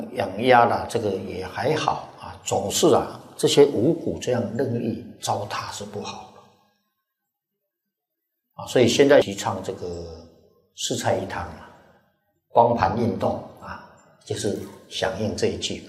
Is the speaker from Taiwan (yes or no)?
yes; Taiwan